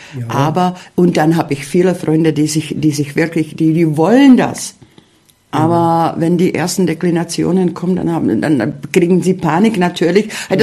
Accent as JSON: {"language": "German", "country": "Czechia", "second_language": "German", "moved": "yes", "lives_now": "Görlitz, Germany"}